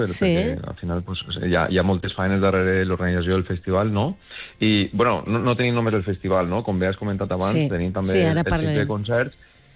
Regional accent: Gata de Gorgos, Valencian Community, Spain; I de fet, bueno, molts músics som de Gata, però també tenim músics de Teulà

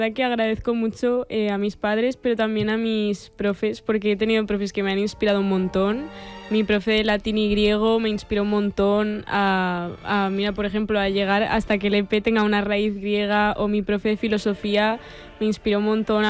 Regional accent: La Eliana, Valencian Community, Spain; Y vi un cartelito en mi pueblo, en La Eliana, y quería probar.

